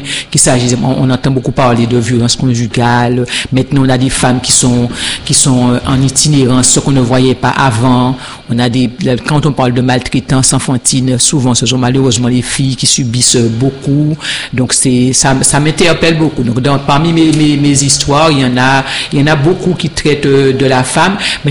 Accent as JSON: {"language": "French", "town": "Pointe-à-Pitre", "country": "Guadeloupe", "tie": "born or raised there", "said": "Comme j'ai grandi à Pointe-à-Pitre, donc c'est une ville que j'aime beaucoup."}